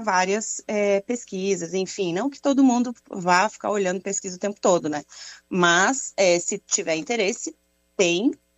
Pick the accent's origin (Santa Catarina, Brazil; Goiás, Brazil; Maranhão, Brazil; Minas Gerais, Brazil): Santa Catarina, Brazil; Joinville; moved away as an adult; now in Curitiba, Brazil; Eu sou de Joinville, mas eu tô em Curitiba faz 12 anos e desde que eu mudei para cá